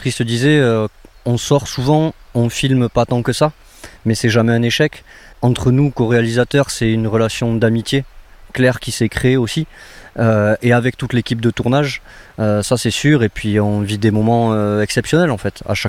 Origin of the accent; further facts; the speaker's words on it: Pyrenees, France; Nous, on est des Pyrénées. On a des gens qui connaissent.